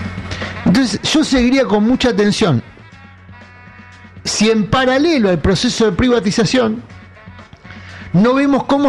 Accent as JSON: {"language": "Spanish", "country": "Argentina", "said": "los argentinos, que somos argentinos de bien"}